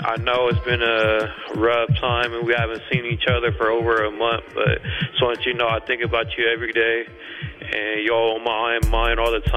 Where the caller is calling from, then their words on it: Pueblo, Colorado, United States; I am calling from Pueblo, Colorado.